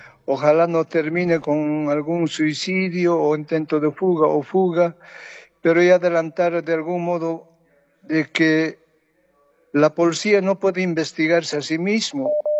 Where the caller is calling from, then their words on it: Sweden; estoy llamando desde Suecia. Buenos días, buenas tardes desde Suecia.